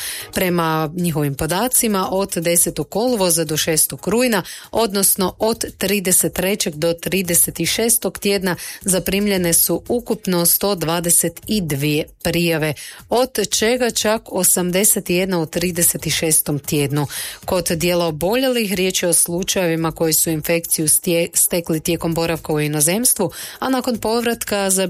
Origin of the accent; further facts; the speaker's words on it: Croatia; kod nas u Hrvatskoj